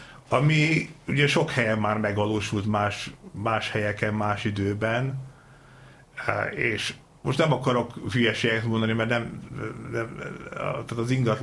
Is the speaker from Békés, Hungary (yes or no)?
yes; Békés, Hungary; now in Budapest, Hungary; én ilyen 5000 fős településen nőttem fel Békés megyében, és ez nem volt városias, hát ma már kicsit ilyen elővárosias jellege van, nem annyira ilyen klasszikus falu